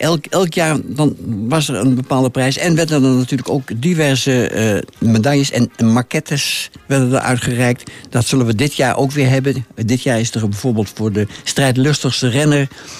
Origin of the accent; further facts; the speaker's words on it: Overijssel, Netherlands; natuurlijk niet alleen in Rijssel, maar in de hele provincie Overijssel. En natuurlijk ook vooral bij ons in Twente.